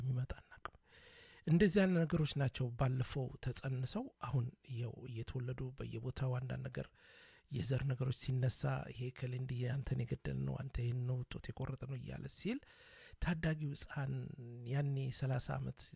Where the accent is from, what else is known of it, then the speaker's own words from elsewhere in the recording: Dire Dawa, Ethiopia; now in Vancouver, Canada; በተለይ በኢትዮጵያ ውስጥ ያው ድሬዳዋ ነው ያደኩት ያደኩት ረመዳኑን ኢዱንም አብረን አክብረን ጥምቀቱንም ሁሉን አብረን